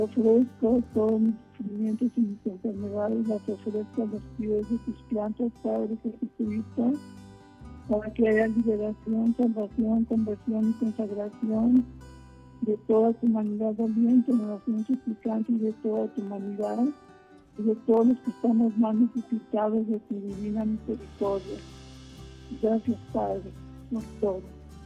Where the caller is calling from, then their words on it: Monterrey, Nuevo León, Mexico; hablo de Monterrey, Nuevo León.